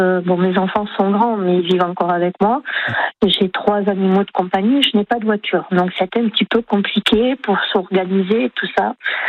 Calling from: Saint-Médard-en-Jalles, Nouvelle-Aquitaine, France; Moi, j'habite à Saint-Médard-en-Jalles.

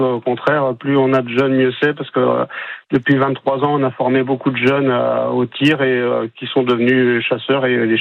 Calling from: France; Je vous appelle de Saint-Plé.

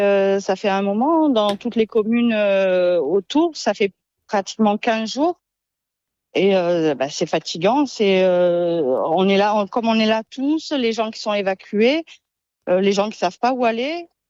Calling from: Montfort, France; Je suis à Montfort.

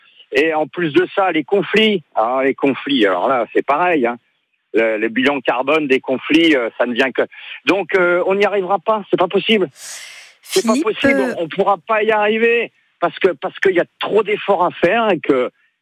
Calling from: Corsica, France; ça fait 36 ans que je vis en Corse

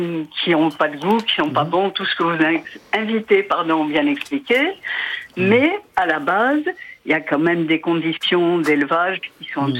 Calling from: Bures-sur-Yvette, Île-de-France, France; De Bure-sur-Yvette, dans l'Essonne, au bord de la vallée de Chevreuse.

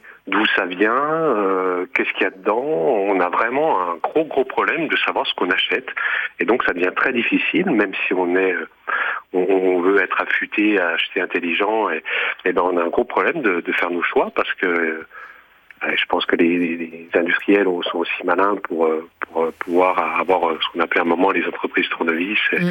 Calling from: Martinique; Oui, je suis en Martinique.

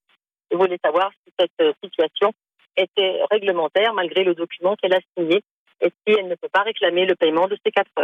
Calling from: Nancy, Grand Est, France; … de Nancy. Je suis une maman de jeunes adultes qui se lancent dans le monde du travail

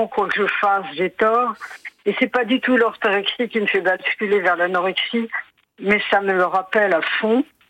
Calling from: Paris, Île-de-France, France; Bonjour, de Paris.

